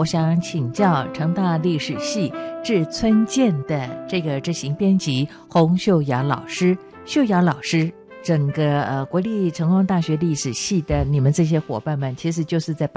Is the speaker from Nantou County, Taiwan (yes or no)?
no; Minxiong, Chiayi County, Taiwan; 最后来聊聊我的故乡哈嘉义，因为我虽然不是嘉义市人，我是在嘉义县的民雄旧